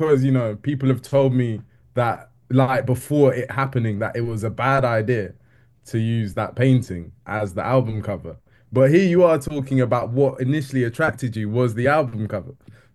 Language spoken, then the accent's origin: English; London, United Kingdom; born or raised there